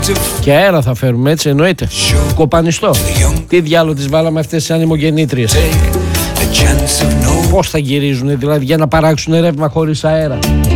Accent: Greece; σαν Έλληνες

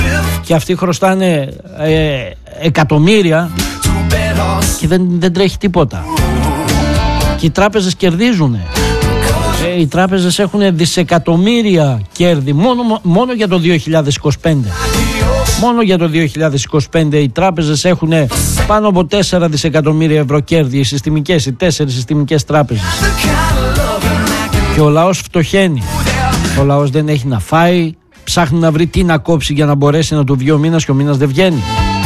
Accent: Greece

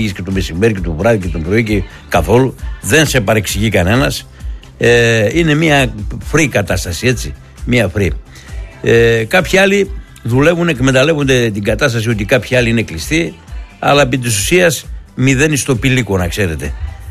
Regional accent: Greece; στα ξένα είμαι Έλληνας, αυτό κρατάω.

